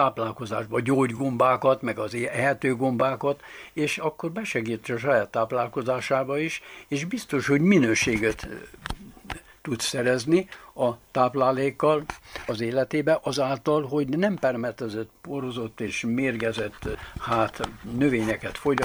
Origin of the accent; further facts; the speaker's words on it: Baranya, Hungary; ott a mecsek lankáin hamar megismertük gyerekkorunkba.